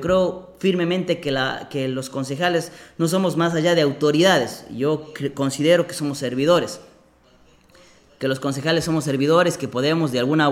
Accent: Sucúa, Morona Santiago, Ecuador; Nosotros somos Sucúa, paraíso de la Amazonía, no paraíso amazónico, paraíso de la Amazonía, una ciudad muy bonita

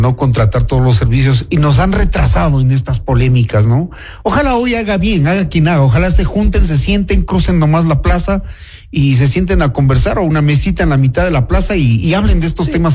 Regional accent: Quito, Pichincha, Ecuador

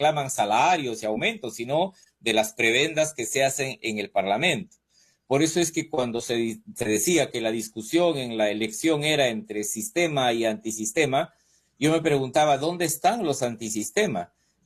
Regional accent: Huánuco, Peru; en el Alto Gualiaga y Huánuco, que es de donde yo vengo.

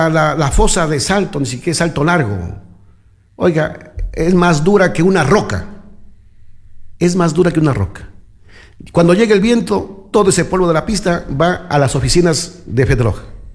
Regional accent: Chuquiribamba, Loja, Ecuador; born there; now in Loja, Ecuador; De mi tierra Chuquiribambas.

